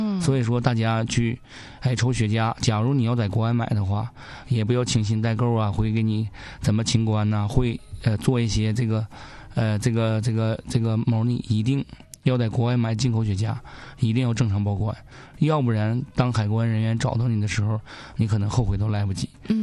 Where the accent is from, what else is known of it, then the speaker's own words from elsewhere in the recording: Northeast China, China; accent: Northeastern; 用咱们东北话讲